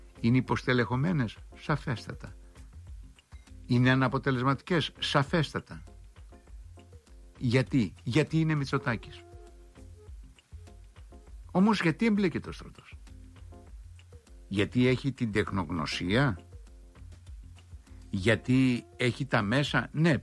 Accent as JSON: {"language": "Greek", "region": "Crete", "country": "Greece", "said": "Μάλιστα πήγε χθες στην Πατρώα μας γη, κοντοχωριανή μας ένα δουλάκι, 4-5 χιλιόμετρα το χωριό του από το χωριό μου"}